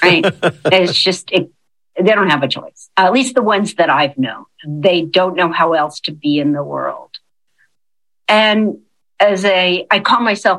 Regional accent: Los Angeles, California, United States; born there; So I was born in Los Angeles. My parents were not religious, but my father was a very literate Jew and passionate about Israel and passionate about Hebrew.

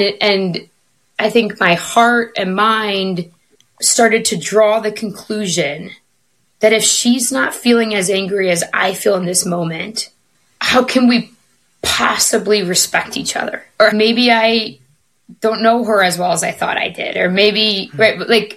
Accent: Ohio, United States; now in Minnesota, United States; she's in Ohio, which is my hometown as well.

